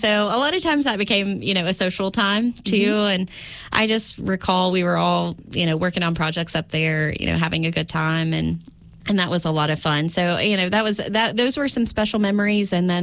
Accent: Smyth County, Virginia, United States; I grew up in Smith County, graduated from Chilhowee

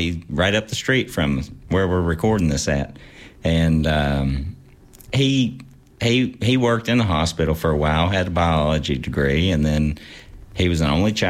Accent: Clifton Forge, Virginia, United States; And that's what it was like growing up in Clifton Forge.

